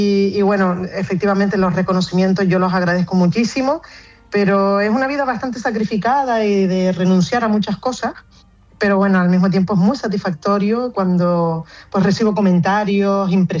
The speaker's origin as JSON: {"language": "Spanish", "town": "Vecindario", "region": "Canary Islands", "country": "Spain", "tie": "born or raised there", "said": "yo me siento muy arraigada a mi tierra. Yo soy muy de vecindario del sureste de Gran Canaria, de mis orígenes, de Gran Canaria, de Canarias, a donde quiera que voy siempre va la palabra Canaria por delante."}